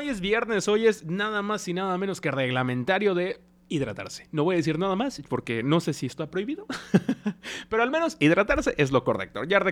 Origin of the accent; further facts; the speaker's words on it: Chetumal, Quintana Roo, Mexico; Afortunadamente o lamentablemente no soy de Chiapas, soy de... híjole, no sé. Chetumal.